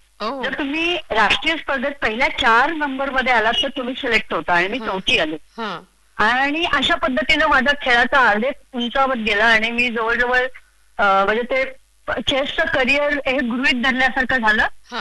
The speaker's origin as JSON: {"language": "Marathi", "town": "Sangli", "region": "Maharashtra", "country": "India", "tie": "born or raised there", "said": "मी मुळची सांगलीची बर का"}